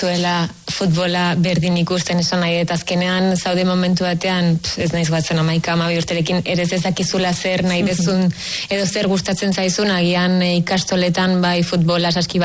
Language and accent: Basque; San Sebastián, Basque Country, Spain; ni Añorgakoa naiz